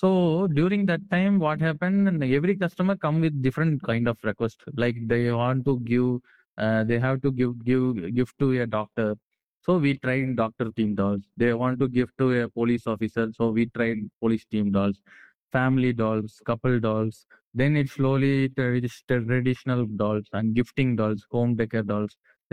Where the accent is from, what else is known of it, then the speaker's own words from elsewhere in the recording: South India, India; we are from South India.